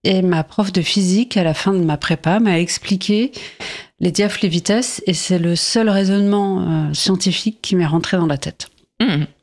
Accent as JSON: {"language": "French", "country": "France", "tie": "born there", "said": "je suis née en France."}